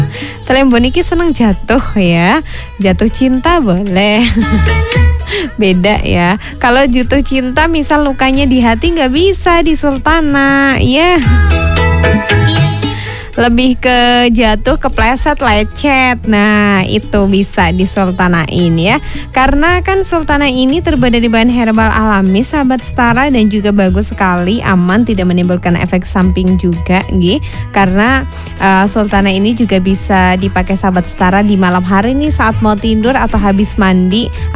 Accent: Indonesia; kita harus tetap cinta Indonesia karena kita lahir di Indonesia, tumbuh di Indonesia.

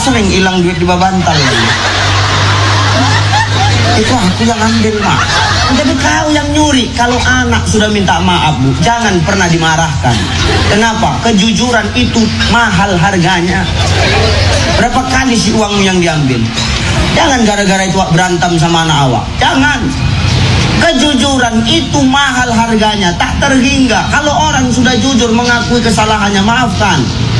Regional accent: Java, Indonesia; Aku pun orang Jawa. Mak ayahku orang Jawa.

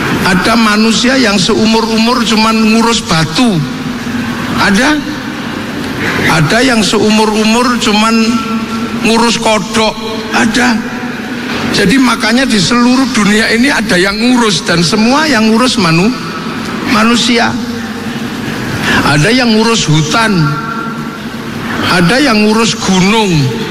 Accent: Yogyakarta, Special Region of Yogyakarta, Indonesia

